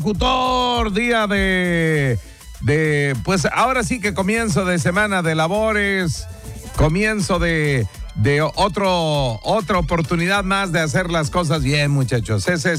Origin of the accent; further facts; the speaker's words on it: Mexico; Primero soy mexicano.